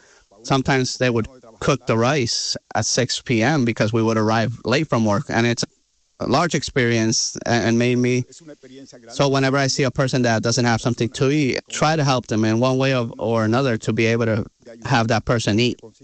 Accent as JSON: {"language": "English", "town": "Villa Altagracia", "region": "San Cristóbal", "country": "Dominican Republic", "tie": "born or raised there"}